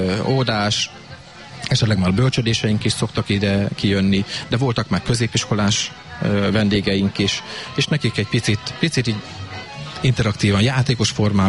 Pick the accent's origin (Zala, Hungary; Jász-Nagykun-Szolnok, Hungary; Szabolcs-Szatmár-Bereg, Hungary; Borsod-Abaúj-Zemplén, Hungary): Jász-Nagykun-Szolnok, Hungary; moved away as an adult; now in Jászboldogháza, Hungary; kisgyerekkorban én Kishuszonáson nőttem fel, tehát én itt Boldogházban szokták mondani, hogy gyükment vagyok, már 16 éve itt élek.